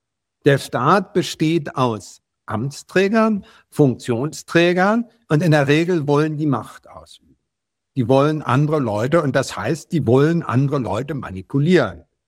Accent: Berlin, Germany; Ich bin in West-Berlin geboren, so, und man konnte nach Ost-Berlin rüberschauen.

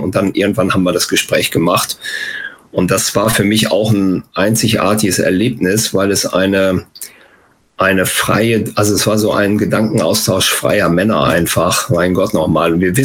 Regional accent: Germany; Und wir müssen halt als Deutsche da eben anders mit umgehen.

